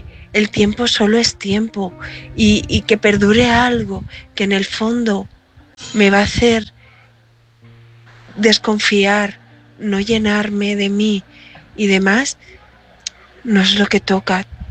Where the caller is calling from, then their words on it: Valencia, Valencian Community, Spain; te hablo desde Valencia.